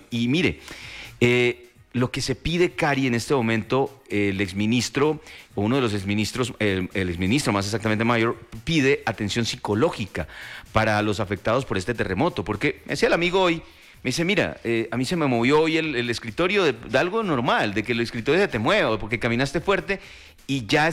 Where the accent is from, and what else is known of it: Colombia